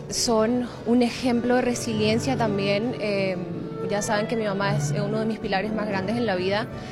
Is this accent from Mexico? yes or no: no; Villarrica, Guairá, Paraguay; En mi caso, yo salí de Villarrica, una ciudad del interior del Paraguay